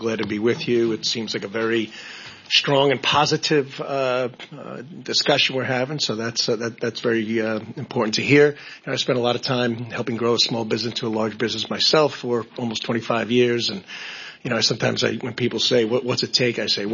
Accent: Long Island, New York, United States; I'm from Long Island originally, by the way, so I see your business is in Hopog, and I grew up there

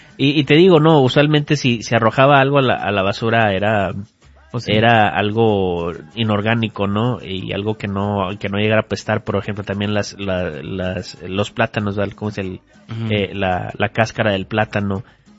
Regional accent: Monterrey, Nuevo León, Mexico; Yo vengo de Ciudad Grande, de Monterrey, ¿verdad?

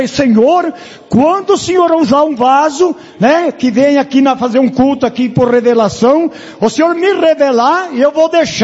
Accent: Jundiaí, São Paulo, Brazil; aí vem uma irmã abençoada lá de Louveira, nós somos de Jundiaí, usada por Deus, né?

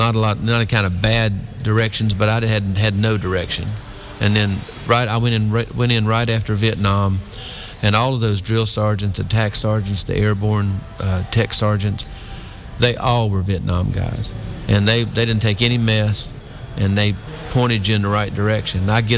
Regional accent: North Carolina, United States; Well, I grew up in North Carolina, and I was adopted when I was 5 years old. So when we talk about my dad, we lived on a dirt road in North Carolina.

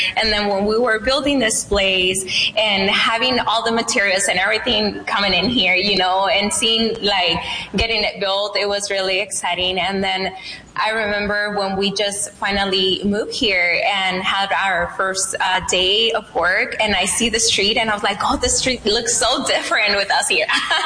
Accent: Sinaloa, Mexico; now in Yuma, United States

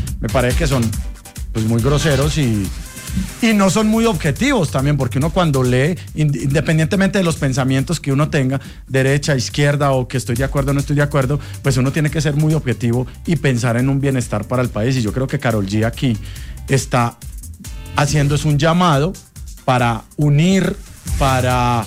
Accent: Colombia; Como toda colombiana, como yo como colombiano, puedo escribir una carta

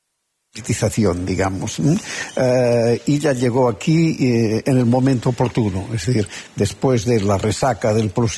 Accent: Catalonia, Spain; Es un poco difícil porque yo soy ciudadano de España, pero catalán, que es

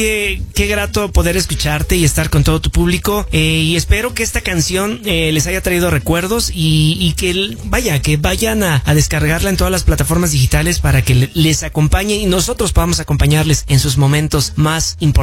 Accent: Puebla, Mexico; yo soy de la Sierra Norte de Puebla.

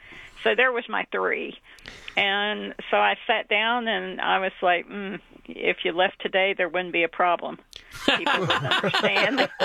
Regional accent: West Virginia, United States; now in Huntington, United States; I'm from West Virginia, right up the road, about 20 miles. We lived fairly rurally. I lived within a mile most of my life from my grandparents' house, where my mom was born and where my mother lived.

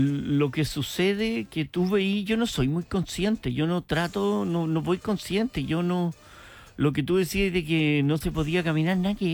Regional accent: Chile

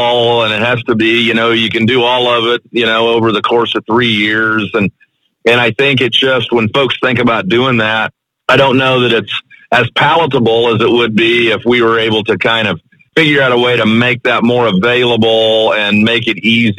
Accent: Missouri, United States; you know, I'm from Northwest Missouri and, you know, we'll certainly have our dry periods, you know, in the summertime, but we seem to always have leftover hay.

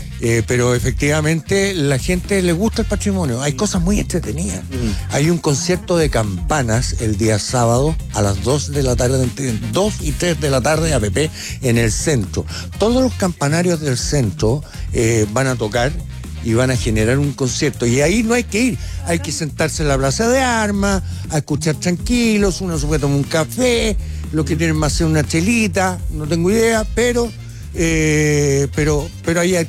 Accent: Chile; Además, somos todos los chilenos muy curiosos.

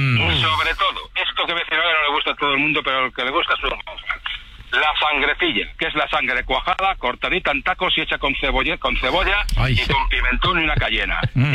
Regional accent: Valladolid, Castile and León, Spain; Yo soy de Valladolid, de capital, ¿vale? De generaciones.

